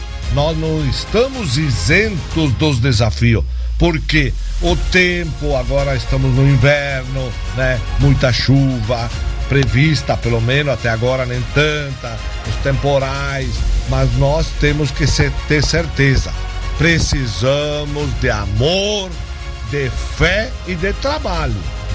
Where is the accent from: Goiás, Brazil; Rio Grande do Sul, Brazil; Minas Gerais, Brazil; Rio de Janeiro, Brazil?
Rio Grande do Sul, Brazil; Nova Bréscia; eu sou de Nova Brécia, a cooperativa é de Fontoura.